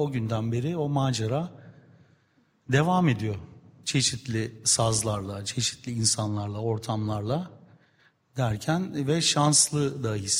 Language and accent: Turkish; Istanbul, Turkey; born there; Annem gelmiş Karamanoğullarından Girit'e, oradan İzmir'e, oradan Trabzon'a. Ben doğmuşum İstanbul'da. İşte nereliyim? İşte buralıyız.